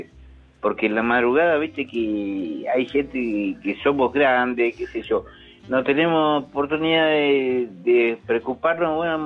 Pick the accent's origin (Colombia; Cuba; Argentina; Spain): Argentina; La Plata, Buenos Aires Province; escuchame una cosa. Yo soy de La Plata.